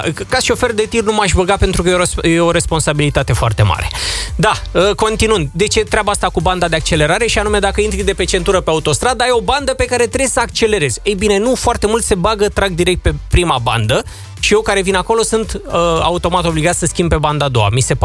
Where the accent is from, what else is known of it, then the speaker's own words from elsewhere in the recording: Bucharest, Romania; Eu fiind născut și crescut în București.